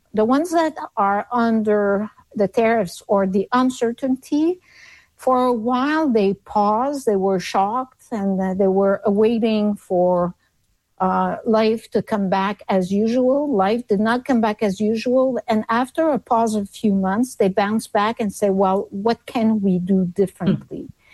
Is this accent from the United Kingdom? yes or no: no; Canada; But what I felt the most, Amanda, and it's still there and quite strong, is the being proud of being Canadian.